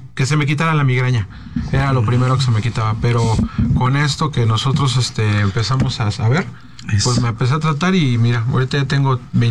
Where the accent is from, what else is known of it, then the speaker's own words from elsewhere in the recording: Mazatlán, Sinaloa, Mexico; Yo soy de una zona caliente, yo vengo de Mazatlán, Sinaloa.